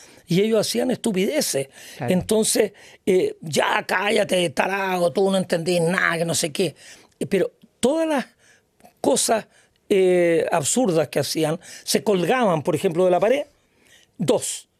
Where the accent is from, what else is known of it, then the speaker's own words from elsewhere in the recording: Parral, Maule, Chile; also born or lived in Valparaíso / Villa Alemana / Talca; De Parral. En Parral me crié. En realidad yo nací en Valparaíso.